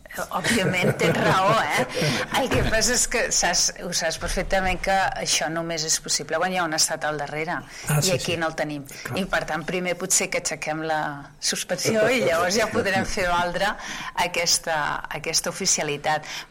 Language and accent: Catalan; Arenys de Mar, Catalonia, Spain; born there; first language Catalan; Jo soc fruit d'una escola catalanista progressista d'Arenys de Mar